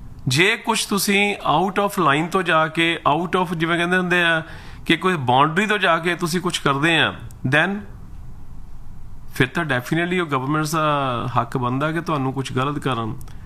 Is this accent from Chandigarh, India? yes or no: no; Punjab, India; born or raised there; moved away as an adult; now in Canada